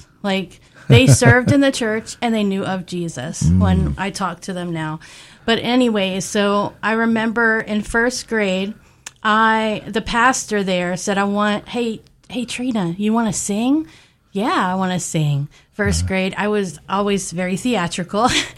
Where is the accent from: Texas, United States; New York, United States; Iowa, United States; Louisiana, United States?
Louisiana, United States; New Orleans; Yeah, so I come from New Orleans, Louisiana.